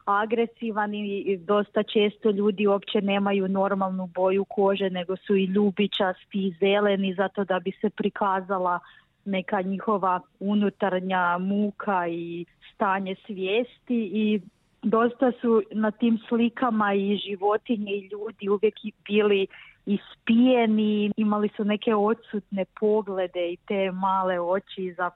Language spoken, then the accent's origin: Croatian; Podravina, Croatia; Ja sam odrasla u Podravini, od uvijek okružena tim slikama